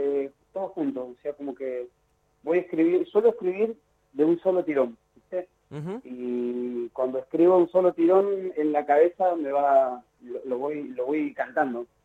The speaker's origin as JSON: {"language": "Spanish", "region": "Tierra del Fuego", "country": "Argentina", "tie": "born or raised there", "also_born_or_lived": "Buenos Aires / San Luis", "said": "No, yo nací en Morón, en Buenos Aires. Ah, mira. Y desde muy chico, a los 4 años, nos vinimos para Tierra del Fuego, venimos en el 82 para acá."}